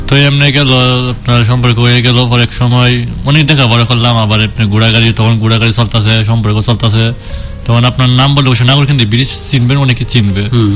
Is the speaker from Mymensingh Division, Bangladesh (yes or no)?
yes; Kendua, Mymensingh Division, Bangladesh; নেত্রকোণাতে কেন্দ্র থানা, ওই জায়গা থেকে আসছে। বলতে আমার ছোট থাকতে জন্ম হয়ে আমার মায়ের 9 মাসের তোয়া আমার দাদির কাছে রাইকা চলে গেছিল বলতে গার্মেন্টসে।